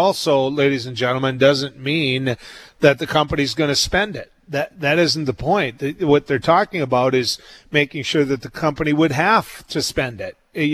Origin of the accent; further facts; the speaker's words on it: North Dakota, United States; I grew up here. I grew up around here